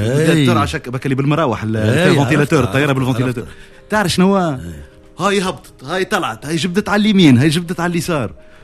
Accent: Djerba, Medenine, Tunisia; تو نحن من تونس الجربة قسما بالله لا فما حتى بحر، كلها يبسه.

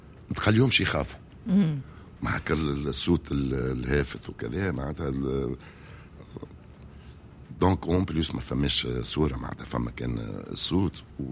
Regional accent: Tunisia; استعملنا الدارجه التونسيه نتاعنا دارجتنا التونسيه

